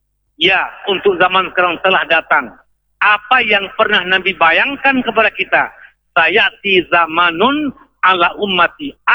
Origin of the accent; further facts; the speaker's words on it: Aceh, Indonesia; Kita orang Aceh, orang lain segan kepada kita karena kita adalah Serambi Mekah.